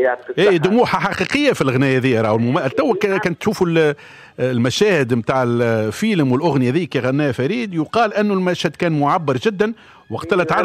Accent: Tunisia; اي احنا صحيح توانس الكل تجمعنا لهجتنا العامية واللهجة الدارجة

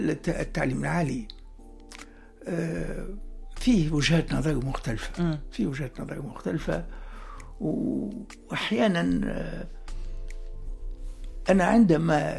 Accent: Monastir, Monastir Governorate, Tunisia; also born or lived in Sousse; أنا خرجت من المنستير ومن سوسة أستاذ نجح.

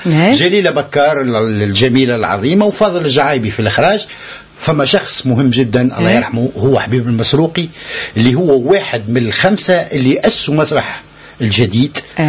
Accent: Tunisia; عندنا في تونس

